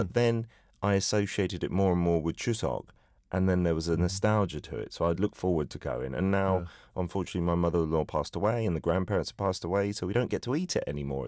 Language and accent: English; United Kingdom; now in South Korea; me as a Brit